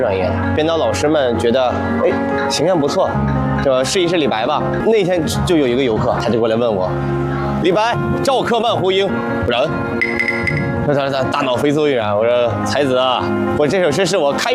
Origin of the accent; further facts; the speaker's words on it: Tangshan, Hebei, China; 我家乡唐山